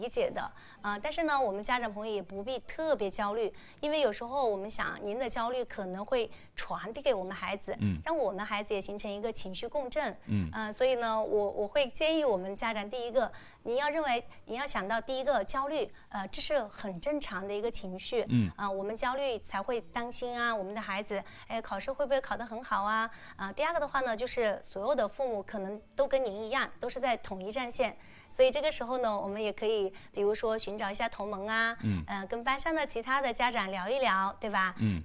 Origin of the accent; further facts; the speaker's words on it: China; 我们中国人